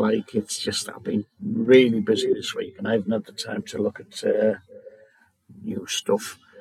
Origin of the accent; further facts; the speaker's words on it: Redcar, North East England, United Kingdom; at a Red Car, my hometown.